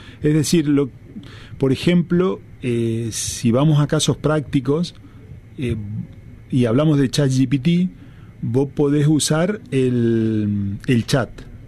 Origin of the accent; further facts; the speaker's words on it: Chaco, Argentina; porque viajo seguido a mis pagos, soy del interior del Chaco.